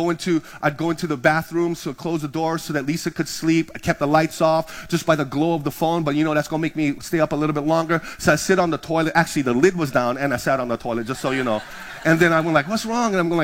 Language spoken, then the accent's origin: English; Hawaii, United States; I'm from the Big Island. I've been to Mauna Kea.